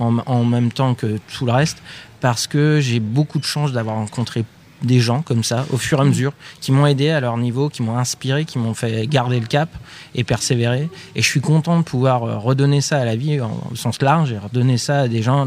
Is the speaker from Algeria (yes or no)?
no; Troyes, Grand Est, France; malgré que j'étais de Troyes, dans une petite ville et tout ça, j'étais une personne